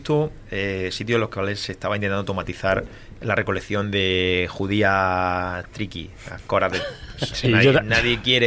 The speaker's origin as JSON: {"language": "Spanish", "town": "Adra", "region": "Andalusia", "country": "Spain", "said": "Yo soy de Adra. En Adra no se veía un arándano ni por la tele."}